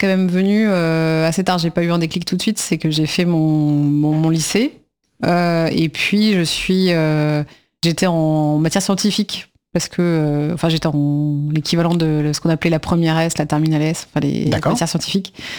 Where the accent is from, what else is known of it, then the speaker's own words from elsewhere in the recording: Paris, Île-de-France, France; Eh ben, je suis née en 1981. Je suis née à Paris, dans le 19e arrondissement, qui est un quartier, assez populaire, donc la place des Fêtes. Et donc c'est c'était mon cadre de vie